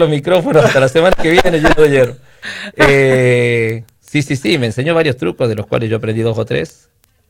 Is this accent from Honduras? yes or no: no; Cruz del Eje, Córdoba, Argentina; born there; moved away; Yo soy nacido en Cruz del Eje, Córdoba.